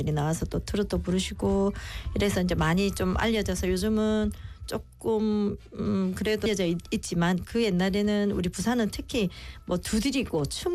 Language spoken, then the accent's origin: Korean; South Gyeongsang, South Korea; 제가 고향이 경남 사람인데 왜 경기민요를 하느냐